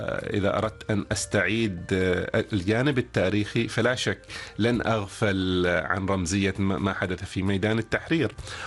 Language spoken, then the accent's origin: Arabic; Saham, Al Batinah North, Oman; born there; قرية شيدة، أنا مسكون بقريتي التي ولدت فيها، رغم أني لم أعش فيها فترة طويلة ولكن سنوات الطفولة الأولى